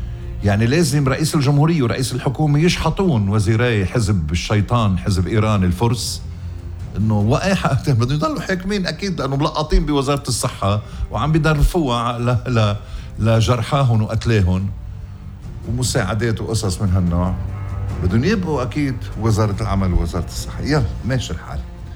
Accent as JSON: {"language": "Arabic", "country": "Lebanon", "said": "يا بلدي يا بلدي لبنان،"}